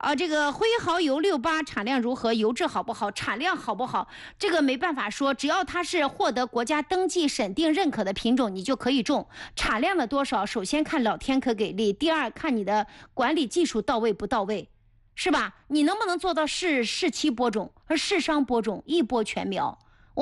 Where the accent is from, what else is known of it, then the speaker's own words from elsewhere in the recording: Mengcheng, Anhui, China; 我的家乡在蒙城啊